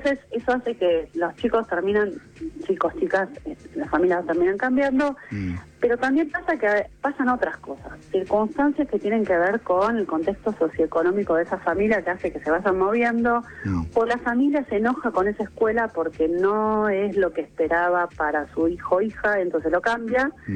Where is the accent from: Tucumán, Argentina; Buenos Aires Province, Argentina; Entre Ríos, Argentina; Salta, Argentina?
Buenos Aires Province, Argentina; Moreno; En San Miguel no podemos entrar porque somos de Moreno